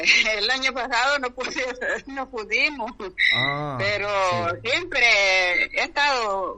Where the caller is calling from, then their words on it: Uluazapa, San Miguel, El Salvador; De Caserío Las Piletas.